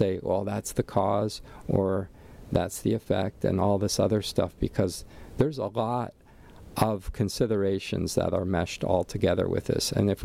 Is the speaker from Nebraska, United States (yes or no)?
no; Allentown, Pennsylvania, United States; But my hometown area back in Allentown, Pennsylvania, where I grew up